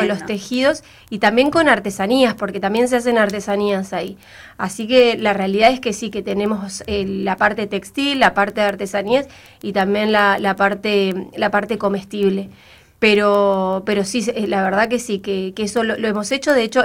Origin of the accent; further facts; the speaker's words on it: Río Gallegos, Santa Cruz, Argentina; also born or lived in Buenos Aires; soy de acá de Río Gallegos, fui estudiante en Buenos Aires.